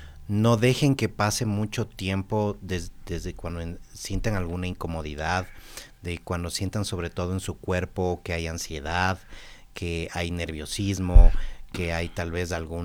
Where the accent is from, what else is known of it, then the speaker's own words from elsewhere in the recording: Ecuador; culturas como la nuestra, como la ecuatoriana